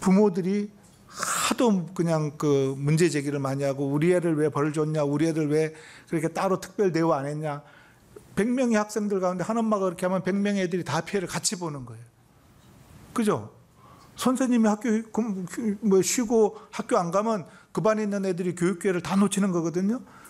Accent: South Korea; 나는 한국 사람이라서

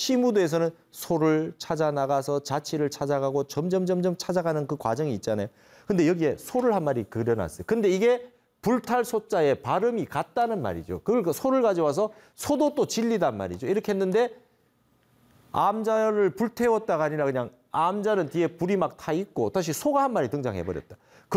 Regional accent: South Korea; 내가 한국인인 게 행복하다 이랬습니다.

